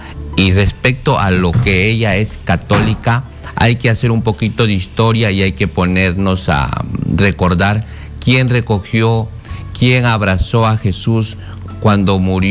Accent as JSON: {"language": "Spanish", "region": "Piura", "country": "Peru", "said": "yo soy de Piura"}